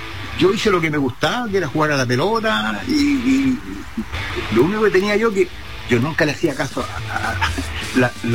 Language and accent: Spanish; Chile; moved away; yo era provinciano